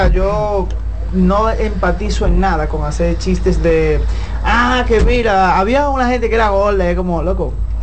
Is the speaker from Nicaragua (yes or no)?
no; Dominican Republic; aquí habemos 6 dominicanos